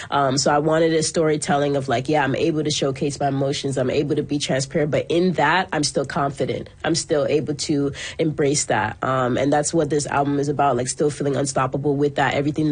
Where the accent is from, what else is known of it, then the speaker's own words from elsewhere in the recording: Toronto, Ontario, Canada; And since then, every time I walk outside, people know that I'm from Toronto. So that was the goal. That was the goal of being able to recognize, hey, I am from here.